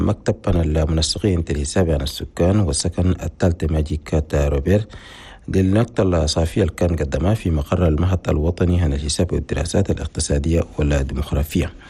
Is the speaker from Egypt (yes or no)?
no; Chad; بلدنا تشاد